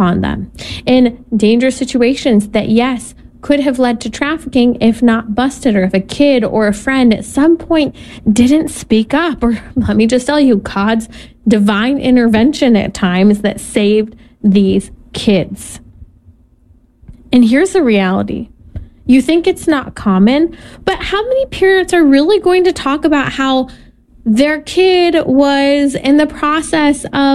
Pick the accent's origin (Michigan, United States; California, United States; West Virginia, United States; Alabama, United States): California, United States; I chose three states, my home state of California, Florida, and then Georgia